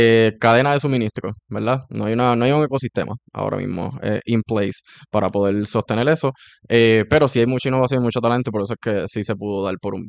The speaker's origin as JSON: {"language": "Spanish", "town": "Toa Alta", "country": "Puerto Rico", "also_born_or_lived": "Mayagüez", "said": "primero que nada, soy de Toa Alta y de Mayagüez. Se me hace difícil escoger entre esas dos."}